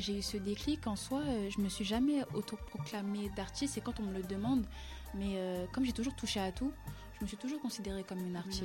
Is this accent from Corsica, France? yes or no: no; Île-de-France, France; moi, je viens de base du 94.